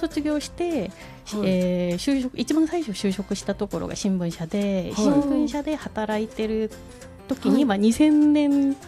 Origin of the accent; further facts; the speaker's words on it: Seoul, South Korea; Japanese is a second language; moved away as an adult; also born or lived in Jeonju, North Jeolla; now in Japan; 実家があるのはソウルで、うん、はい、小学生の時からはずっと、うん、はい、まあ、ほとんどソウルだったんで、はい、多分出身はソウルと言った方がいいかなとも思うんですけど